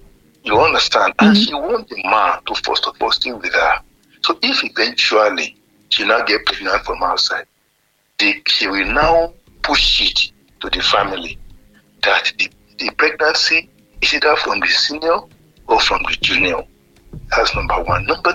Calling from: Nigeria; from Olugbe area.

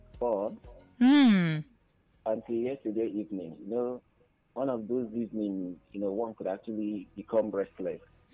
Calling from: Abakaliki, Ebonyi, Nigeria; Good afternoon. … I'm calling from Abakaliki.

